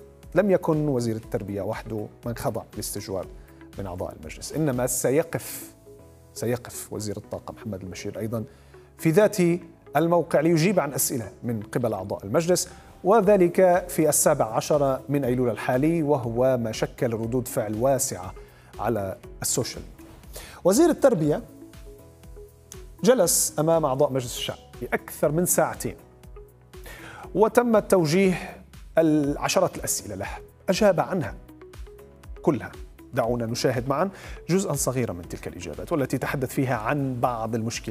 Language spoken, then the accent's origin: Arabic; Syria; فنتمنى كسوريين، والكل يقول على لسانه، نتمنى أن يكون هذا النموذج معمما على كل الوزراء في سوريا